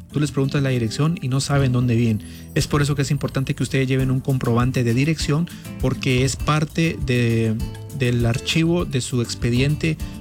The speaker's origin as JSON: {"language": "Spanish", "country": "Guatemala", "moved": "yes", "lives_now": "United States", "said": "nosotros como guatemaltecos"}